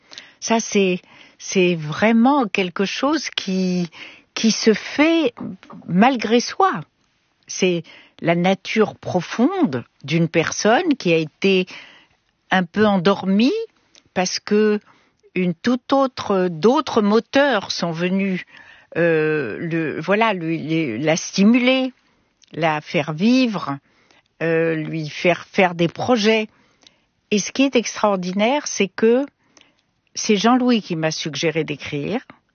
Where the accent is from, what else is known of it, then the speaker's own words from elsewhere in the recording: Morocco; En plus, en tant que bonne Marocaine, j'avais peur des chiens.